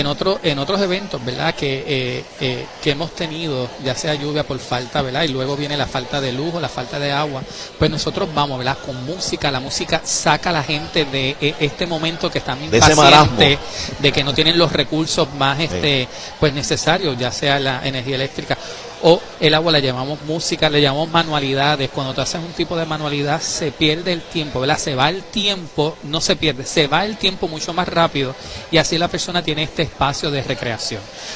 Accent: Puerto Rico; este abanico de la diversidad cultural que somos todos los puertorriqueños

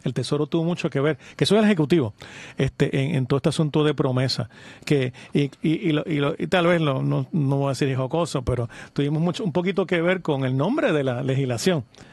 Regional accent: Puerto Rico

